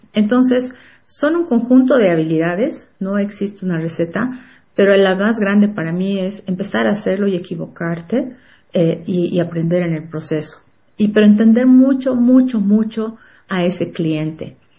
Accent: Bolivia; somos muchos bolivianos

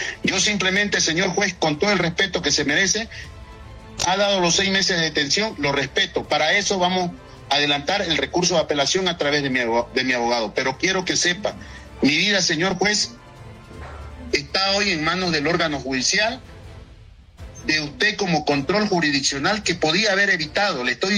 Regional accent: Santa Cruz de la Sierra, Santa Cruz, Bolivia; Yo soy cruceño, tengo mis hijos de 2, 4 y 13 años, todos menores de 18 años, que dependen de mí, que viven en Santa Cruz.

